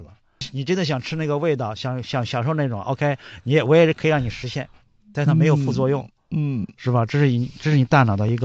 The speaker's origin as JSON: {"language": "Chinese", "country": "China", "said": "我们中国人"}